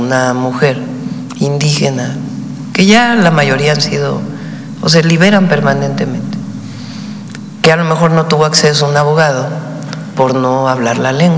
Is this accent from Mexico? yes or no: yes; Mexico